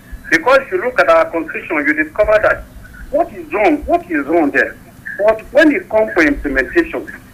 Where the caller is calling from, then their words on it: Ghana; I'm calling from Ghana